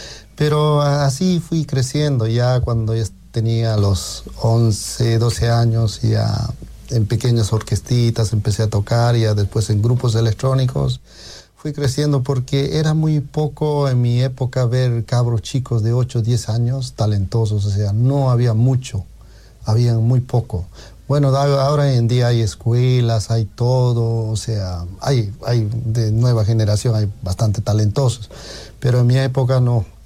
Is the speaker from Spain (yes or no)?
no; Cochabamba, Bolivia; moved away as an adult; Bueno, yo vengo de la parte de Cochabamba, del capital gastronómico, y había la guerra del agua.